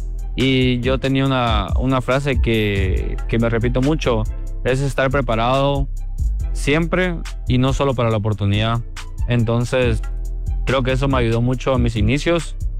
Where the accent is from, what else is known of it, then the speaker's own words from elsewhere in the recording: Guatemala; soy seleccionado nacional de Guatemala.